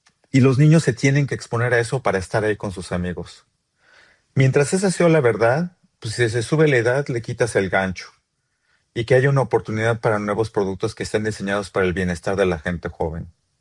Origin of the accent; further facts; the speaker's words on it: Mexico; born there; also born or lived in England; Yo nací en México. Empecé a trabajar para IBM en la Ciudad de México a los 15 años.